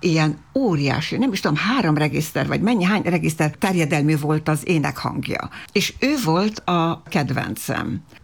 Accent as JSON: {"language": "Hungarian", "town": "Novi Sad", "region": "Vojvodina", "country": "Serbia", "tie": "born or raised there", "said": "Hát Újvidéken, a városban nőttem fel, szerb környezetben, tehát az utcán szinte ugyanabban az időben tanultam meg magyarul is, meg szerbül is"}